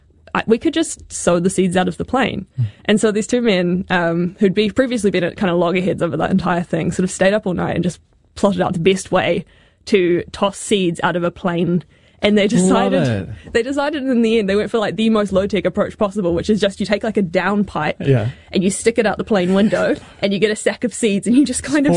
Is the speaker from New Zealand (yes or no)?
yes; New Zealand; and perhaps just my experience as a New Zealander.